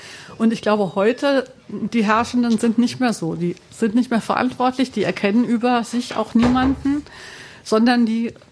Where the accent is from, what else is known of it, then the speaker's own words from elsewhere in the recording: Frankfurt, Hesse, Germany; Jo, ich komme aus Frankfurt, ich bin Journalistin und Politikwissenschaftlerin und schreibe Bücher.